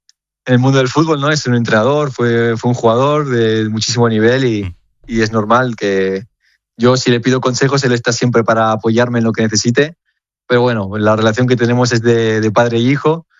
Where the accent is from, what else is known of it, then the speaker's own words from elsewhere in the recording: Barcelona, Catalonia, Spain; born there; no le cuadra un poco el acento, pero bueno, yo también nací aquí en Barcelona y... Sí. Pero bueno, mi familia es toda argentina, las raíces argentinas las conservamos desde siempre